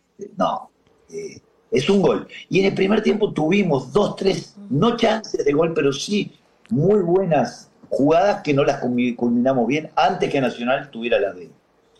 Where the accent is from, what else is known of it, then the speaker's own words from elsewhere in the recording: Uruguay; Ojo, yo lo entiendo el clima porque aparte soy uruguayo, imagínate.